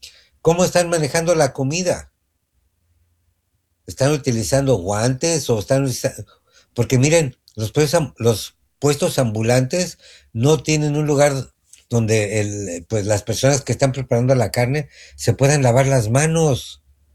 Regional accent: Mexico City, Mexico; Yo nací en el DF y nací en un barrio

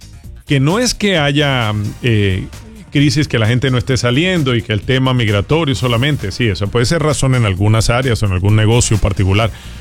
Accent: Colombia; moved away; yo soy colombiano

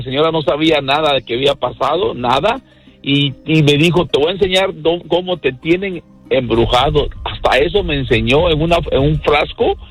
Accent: Guatemala; yo soy guatemalteco, me quería llevar a México y yo no quise irme para México.

